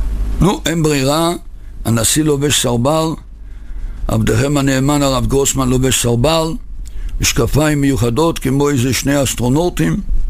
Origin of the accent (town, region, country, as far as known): Migdal HaEmek, Northern District, Israel